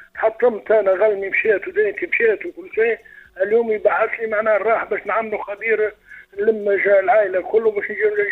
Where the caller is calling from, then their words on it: Tunisia; من الرخيه.